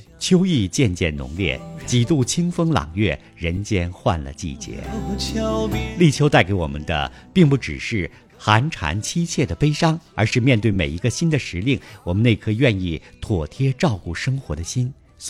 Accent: Northeast China, China; now in Guangdong, China; 如果去到了北方，比如说去到我的家乡东北哈，

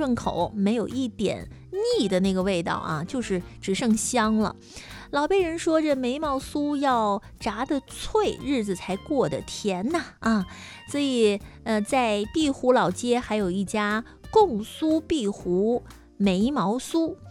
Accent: Shandong, China; 我们山东人

